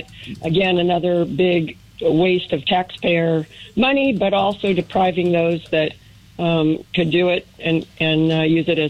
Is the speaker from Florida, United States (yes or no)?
no; Whittier, California, United States; I was born and raised in Whittier. It's very sad.